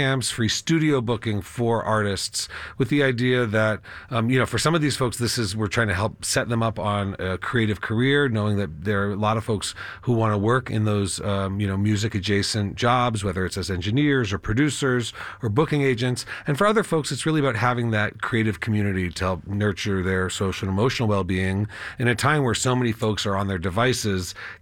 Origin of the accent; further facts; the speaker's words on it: Colorado, United States; I mean, I grew up here in Colorado and went to high school here